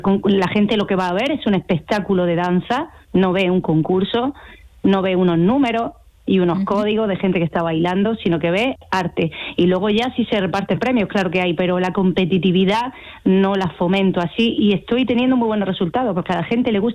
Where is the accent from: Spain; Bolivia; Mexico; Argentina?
Spain; Almería, Andalusia; yo soy de Almería, nací en el Alquián, soy de la tierra